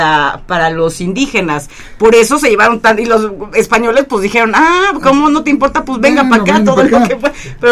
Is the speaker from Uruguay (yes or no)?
no; Mexico; aquí todos los mexicanos somos esa mezcla, como dices, de los españoles con los indígenas